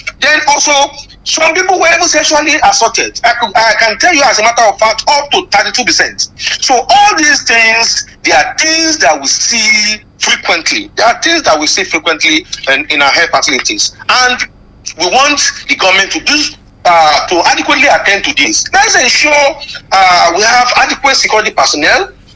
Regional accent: Nigeria; We are all Nigerian

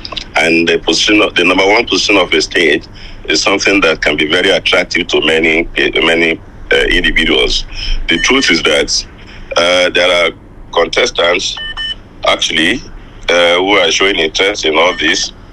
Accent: Ikoro Ekiti, Ekiti, Nigeria; starting from my own place, which is Ekiti Central, I'm from Ikoro Ekiti in the Ejiro local government.

